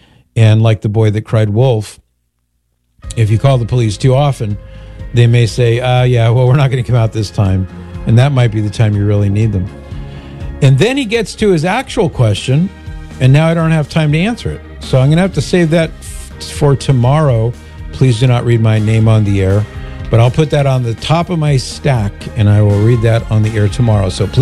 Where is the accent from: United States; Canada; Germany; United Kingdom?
United States; Mission Viejo, California; where I grew up in Mission Viejo